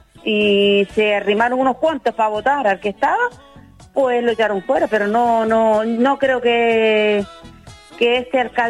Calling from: Firgas, Canary Islands, Spain; de aquí de Firga.

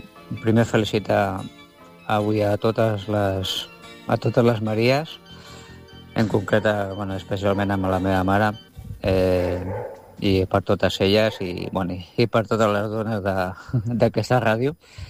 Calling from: Mataró, Catalonia, Spain; des d'aquí de Mataró

